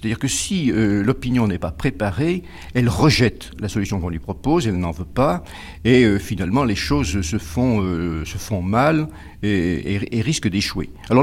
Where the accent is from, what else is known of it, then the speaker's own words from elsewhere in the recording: France; nous sommes français, un peu latin, un peu gaulois